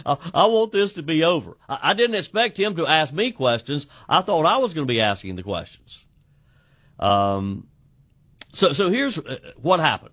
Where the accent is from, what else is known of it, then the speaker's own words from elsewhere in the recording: South Carolina, United States; called out the U.S. Senate race here in my home state of South Carolina